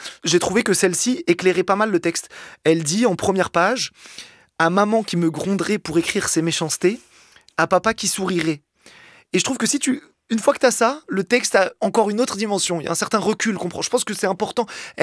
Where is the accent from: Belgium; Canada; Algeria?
Algeria